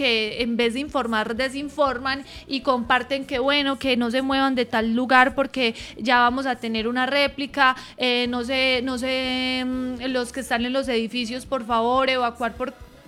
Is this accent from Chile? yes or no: no; Colombia; hoy somos todos colombianos.